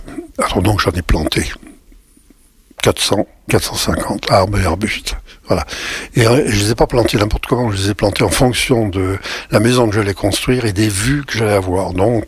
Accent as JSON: {"language": "French", "town": "Montluçon", "region": "Auvergne-Rhône-Alpes", "country": "France", "tie": "born or raised there", "said": "je suis né à Montluçon, peut-être même probablement mort, je ne me rappelle plus très bien. Bon, et j'ai toujours vécu dans le coin. Bien que j'ai cherché souvent à m'en échapper, alors j'ai quand même un pied-à-terre à Paris où je passe pas mal de temps"}